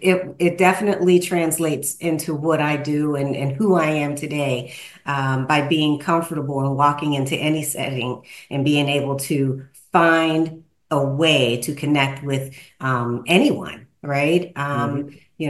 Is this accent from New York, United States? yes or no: no; Pittsburgh, Pennsylvania, United States; But we grew up in Pittsburgh, Pennsylvania, which is home.